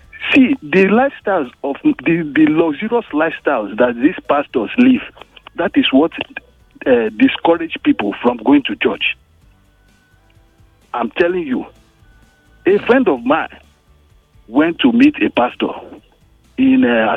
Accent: Igondo, Nigeria; now in Sokoto, Nigeria; from Igondo. Right now, I'm listening from Sokoto.

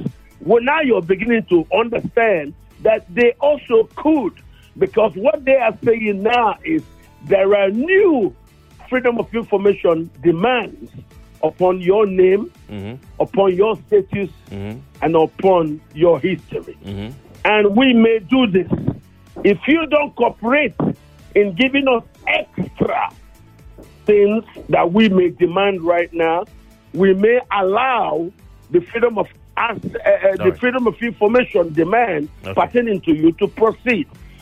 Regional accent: Nigeria; I am a Nigerian.

